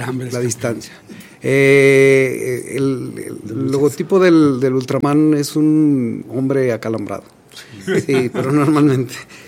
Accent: Fresnillo, Zacatecas, Mexico; Es un orgullo personal, es un orgullo como mexicano, un orgullo como zacatecano, un orgullo muy orgullo de ser de Fresnillo.

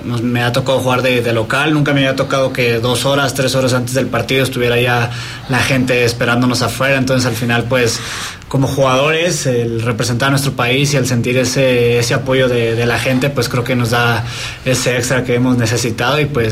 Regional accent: Mexico; Para mí como jugador y el siendo mexicano, para mí siempre va a ser el mayor de los orgullos representar a mi país.

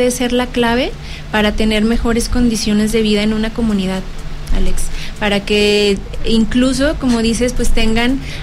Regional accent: Zacatecas, Mexico; born there; yo nací en Zacatecas, en la capital.

